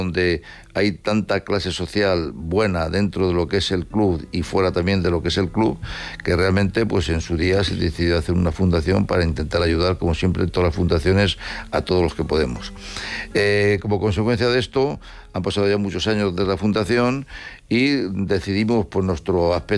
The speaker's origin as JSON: {"language": "Spanish", "town": "Madrid", "region": "Community of Madrid", "country": "Spain", "said": "Quizás, bueno, la verdad que yo soy de Madrid"}